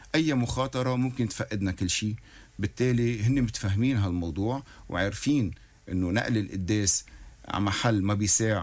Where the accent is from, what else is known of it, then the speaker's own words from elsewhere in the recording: Lebanon; نحنا كلبنانيين عنا إشياء نحنا نعملها بالداخل